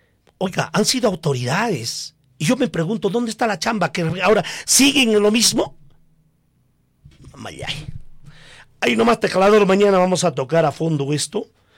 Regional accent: Coracora, Ayacucho, Peru; Si verdaderamente yo quiero a mi pueblo, hago mi campaña política transparente. Y digo, señores, mi planteamiento es esto para mi pueblo de Coracora

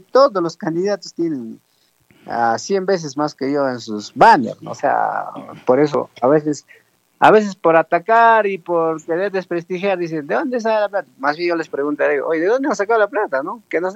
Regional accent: Villa Rica, Pasco, Peru; en Villarrica, porque es mi pueblo, porque mis paisanos

